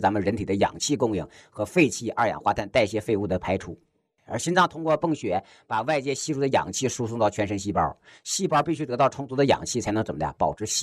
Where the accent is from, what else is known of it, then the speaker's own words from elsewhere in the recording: China; 你看我们中国人喜欢用个词儿叫什么，叫气绝身亡，